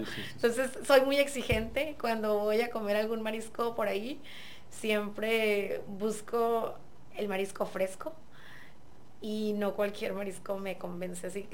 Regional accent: Huatabampo, Sonora, Mexico; moved away; Soy originaria de Guatabampo, Sonora, frontera con Sinaloa. Ya tengo desde el 2000 por estos rumbos.

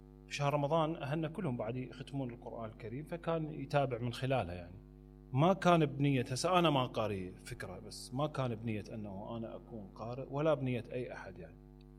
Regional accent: Iraq; moved away; هذه ما كانت عندنا بالعراق

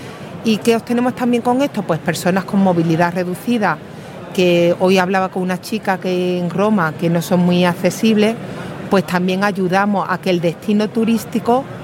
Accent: Málaga, Andalusia, Spain; accent: Málaga; no sé si se notará por el acento que soy de Málaga.

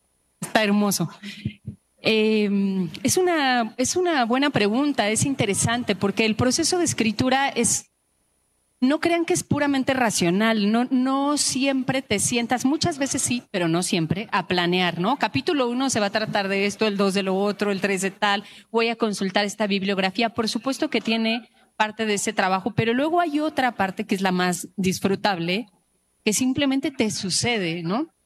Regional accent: Mexico; Pues porque soy mexicana.

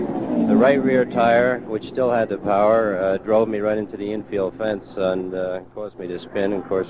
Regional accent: East Brunswick, New Jersey, United States; I'm from East London, New Jersey

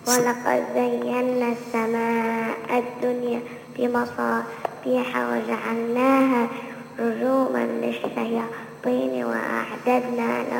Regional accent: Seiyun, Hadhramaut, Yemen; من سيئون.

